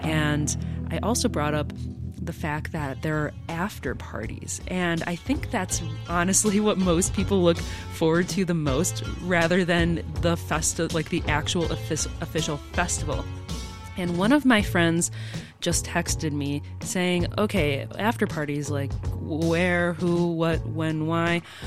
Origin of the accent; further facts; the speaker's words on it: Detroit, Michigan, United States; I am from Detroit